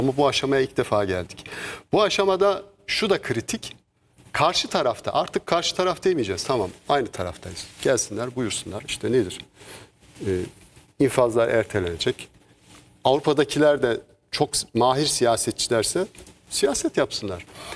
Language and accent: Turkish; Yüksekova, Hakkari Province, Turkey; Ya burası benim memleketim.